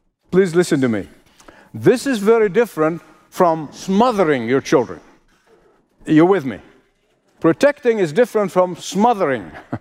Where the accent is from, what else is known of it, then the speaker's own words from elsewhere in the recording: Egypt; You know, now growing up in Egypt, we were taught in school, almost recited on a regular basis, that the Nile is